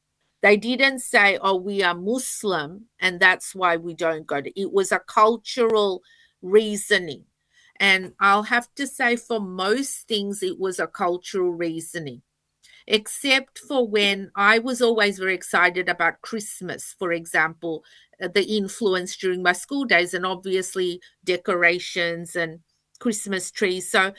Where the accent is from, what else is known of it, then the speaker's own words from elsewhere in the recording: Sydney, New South Wales, Australia; This is my home. This is where, I've grown up. This is where my family live. This is where I've been educated. This is where I work. I'm Australian.